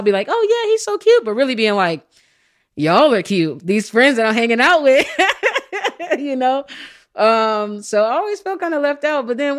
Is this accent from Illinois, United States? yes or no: yes; Sparta, Illinois, United States; now in Chicago, United States; I'm originally from this tiny little town in Sparta, Illinois. It's just like a town of maybe like 1,000 people, maybe.